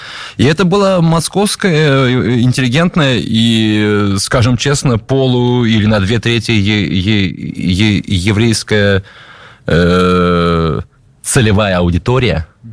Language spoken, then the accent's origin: Russian; Russia; moved away as an adult; now in Haifa, Israel; Ну, живя в России, говоря по-русски, я, конечно, был больше русский.